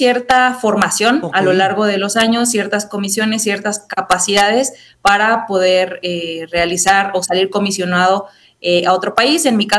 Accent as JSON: {"language": "Spanish", "country": "Mexico"}